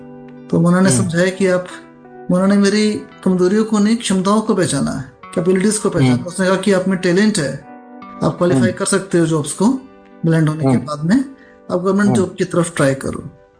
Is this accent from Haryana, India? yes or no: yes; Haryana, India; देखिए, मैं बेसिकली हरियाणा से हूँ।